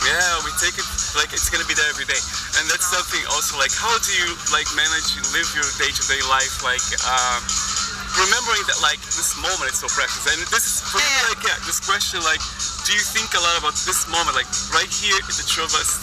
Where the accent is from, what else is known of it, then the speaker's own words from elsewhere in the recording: Brazil; I grew up really poor in Brazil.